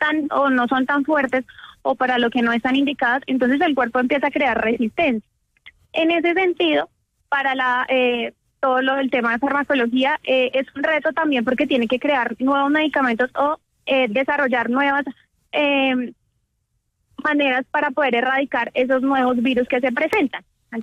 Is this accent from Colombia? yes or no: yes; Colombia; Lo que pasa es que nosotros como colombianos, y bueno, en el mundo, tenemos una mala maña